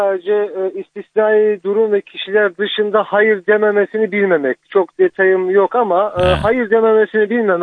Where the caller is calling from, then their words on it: Istanbul, Turkey; İstanbul'dan arıyorum.